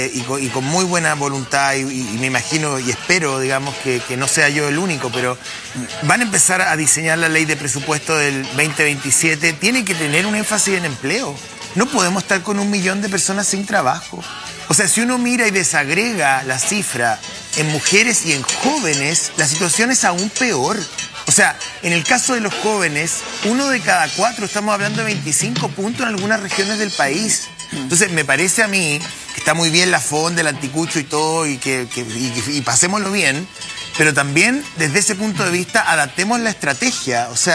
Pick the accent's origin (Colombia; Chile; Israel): Chile; las pocas cosas que nos unen como chilenos